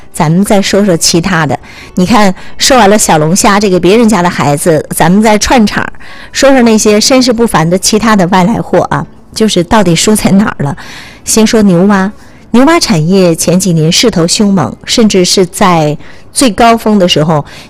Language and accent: Chinese; China; 在我们中国人的舌尖上